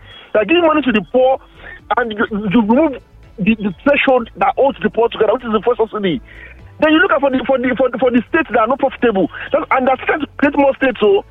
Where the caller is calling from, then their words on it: Nigeria; from Bagada this morning.